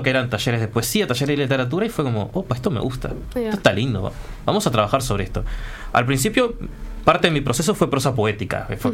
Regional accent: Trinidad, Flores, Uruguay; moved away as an adult; now in Montevideo, Uruguay; Yo vengo de Trinidad, del departamento de Flores.

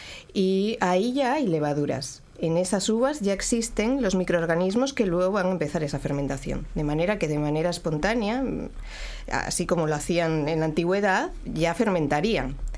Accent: Asturias, Spain; moved away as an adult; No, yo soy española, soy de Asturias, del norte de España.

